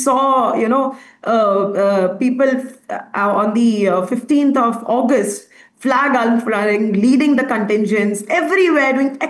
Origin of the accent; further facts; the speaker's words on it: India; as a tourist, as an Indian citizen, do people understand what it takes to make that borderland secure and make it tourist worthy?